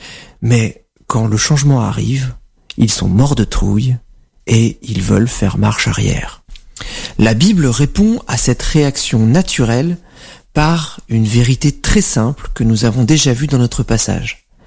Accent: France; En tant que Français, râleurs professionnels et champions des antidépresseurs, nous ne pouvons pas le nier.

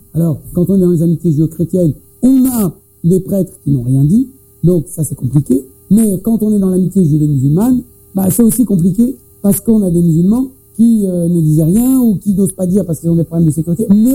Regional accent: France; ce pays dans lequel je suis né, j'ai grandi.

